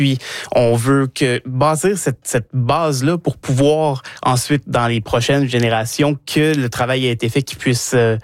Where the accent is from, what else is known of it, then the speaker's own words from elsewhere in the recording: Odanak, Quebec, Canada; now in Gatineau, Canada; Je viens d'Odanak, dans le centre du Québec, mais ça fait déjà presque 10 ans que je reste dans la région aussi.